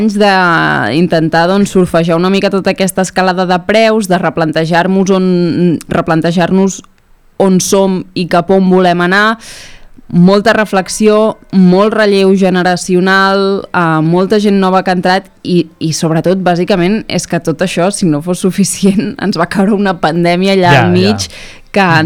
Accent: Argentona, Catalonia, Spain

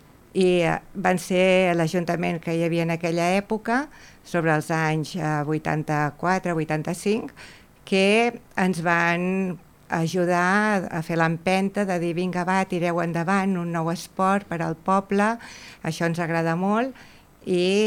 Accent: Mataró, Catalonia, Spain; born there; also born or lived in Badalona; now in Argentona, Spain; jo sóc nascuda a Mataró.

